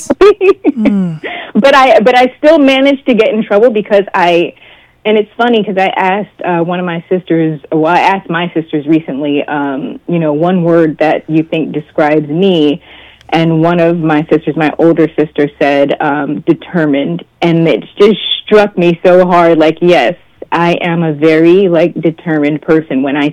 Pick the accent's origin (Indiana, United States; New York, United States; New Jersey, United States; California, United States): New Jersey, United States; born there; I was born here in New Jersey